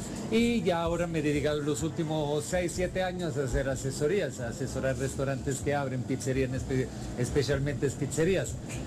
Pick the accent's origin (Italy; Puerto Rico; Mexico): Italy; moved away as an adult; also born or lived in Spain; now in Bogotá, Colombia; soy de Italia. Y vivo aquí en Bogotá, en Colombia, desde hace 20 años. Me la he pasado mucho tiempo en Bogotá, en muchas ciudades de Colombia, asesorando diferentes restaurantes. Llegué aquí a Colombia desde el 2007